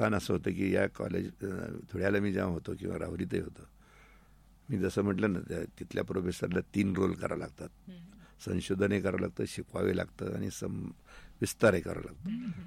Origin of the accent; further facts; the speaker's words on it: Belapur, Maharashtra, India; moved away as an adult; also born or lived in Dhule / Rahuri; now in Ahmednagar, India; नगरमध्ये सुद्धा राहुरीतून येत होतो, कारण माझं गाव बेलापूर होतं. मी नगरमध्ये रिटायरमेंट नंतर राहायला आलो. राहुरीत बेलापूरहूनच सुरुवातीला बदली राहुरीला झाल्यानंतर अपडाऊन करत होतो दोन तीन वर्ष. नंतर मला तिथं क्वार्टर मिळालं, मी तिथेच क्वार्टरमध्ये राहिलो